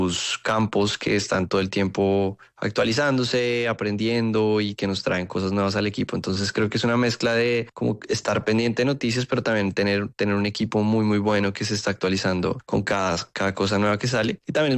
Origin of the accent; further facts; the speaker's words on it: Colombia; Eso es algo que tenemos que hacer cada vez más como colombianos.